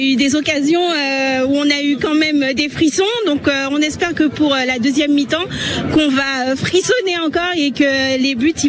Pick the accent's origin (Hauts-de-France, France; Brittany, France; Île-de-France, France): Hauts-de-France, France; On vient de l'Aisne, donc du 0-2, donc on a fait pas mal de kilomètres pour venir.